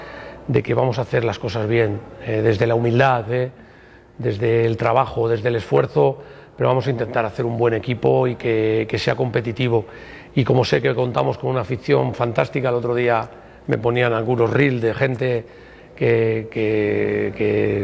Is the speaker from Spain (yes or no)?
yes; Spain; si estoy en Europa, digo que soy español.